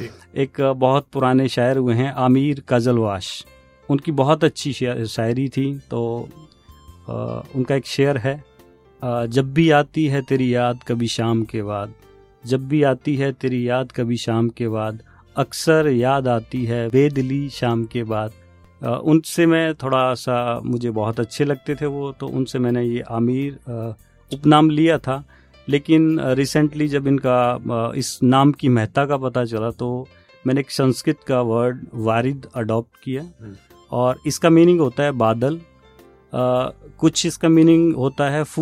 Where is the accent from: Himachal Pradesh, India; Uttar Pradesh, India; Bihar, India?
Himachal Pradesh, India; Hamirpur district; moved away as an adult; now in Ambala, India; मैं मूलतः हिमाचल प्रदेश में जिला हमीरपुर में एक छोटा सा गांव है जोड़ियम नेरी करके, और वहाँ पे मेरा जन्म हुआ है। और मेरी बेसिक एजुकेशन मैट्रिक तक वहीं मेरे गांव के ही स्कूल में हुई थी, गवर्नमेंट स्कूल में।